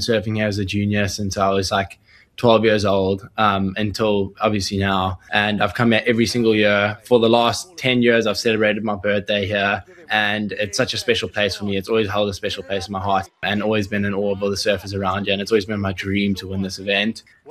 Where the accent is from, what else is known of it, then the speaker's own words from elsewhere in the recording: South Africa; have that and share it with my family and my best friends and with all the other South Africans.